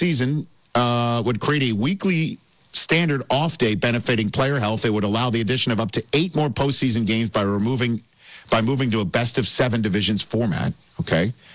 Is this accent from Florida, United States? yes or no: no; New York, United States